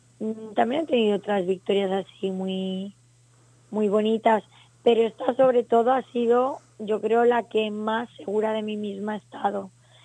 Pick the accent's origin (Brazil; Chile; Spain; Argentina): Spain; Aragon; el placer es mío de representar mi tierra